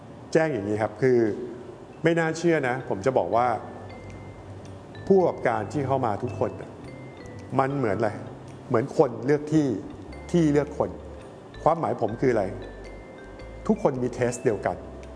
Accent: Bangkok, Thailand; ผมก็เกิดและโตที่นี่เนาะ

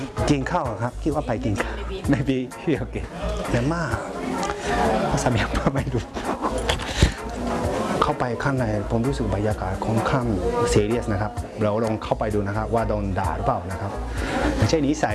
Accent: Thailand; English is a second language; I'm come from Thailand.

